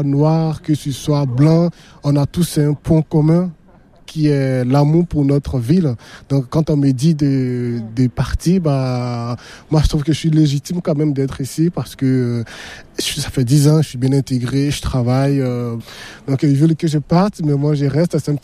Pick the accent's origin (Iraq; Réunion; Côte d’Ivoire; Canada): Côte d’Ivoire; Grand-Bassam, Comoé; moved away as an adult; also born or lived in Bonoua, Côte d'Ivoire; now in Brest, France; Donc à Beaunois, on parle une langue qui s'appelle Abouré, que je parle très bien, je comprends très bien. Après, j'ai grandi à Grand Bassam, donc je parle aussi le Djoula. Je parle aussi le Nouchi, qui est une langue de chez nous.